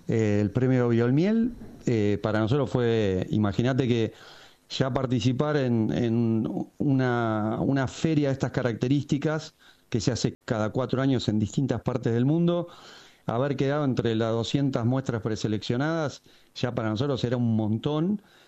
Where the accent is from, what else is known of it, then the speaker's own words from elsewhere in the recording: General Las Heras, Buenos Aires Province, Argentina; en el año 2003 decidí volver al pueblo